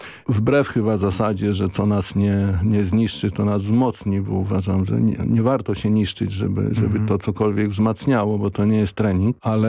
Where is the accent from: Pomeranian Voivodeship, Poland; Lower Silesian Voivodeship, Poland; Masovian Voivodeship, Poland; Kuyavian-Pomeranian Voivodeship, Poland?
Masovian Voivodeship, Poland; Warsaw; urodziłem się na Ochocie, a wychowywałem się na Grochowie.